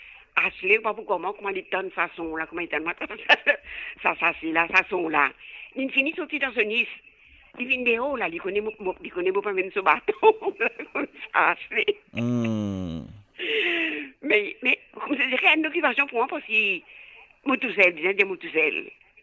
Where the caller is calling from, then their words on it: Canada; je suis au Canada.